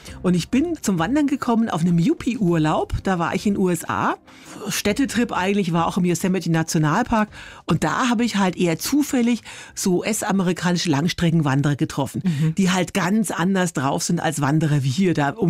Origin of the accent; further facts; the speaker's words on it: Forchheim, Bavaria, Germany; Also ich komme so aus Franken. Jetzt mal Grüße an alle Forchheimer.